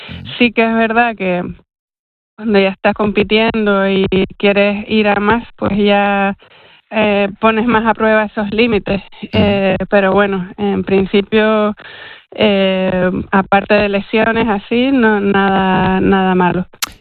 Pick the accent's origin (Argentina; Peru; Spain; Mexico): Spain; Canary Islands; siendo canarias, lo más sensato porque estamos rodeados de mar, hay olas, tenemos un buen clima todo el año y la verdad es que vivimos en el paraíso para eso.